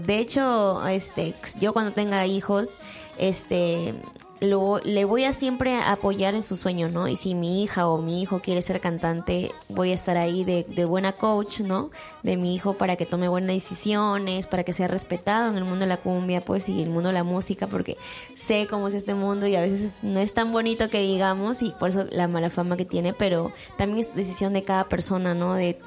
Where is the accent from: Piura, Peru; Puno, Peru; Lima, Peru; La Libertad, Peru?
La Libertad, Peru; San José district, Pacasmayo; also born or lived in Callao; Yo nací en Pacasmayo, La Libertad. Ahí nací, ahí en el hospital de Pacasmayo. Y bueno, de ahí toda mi niñez he vivido en un pueblo muy bonito, muy acogedor, que se llama Campanita, del distrito de San José.